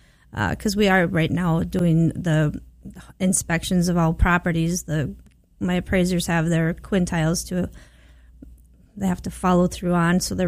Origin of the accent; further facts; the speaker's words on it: Brandon, Minnesota, United States; I'm from Brandon.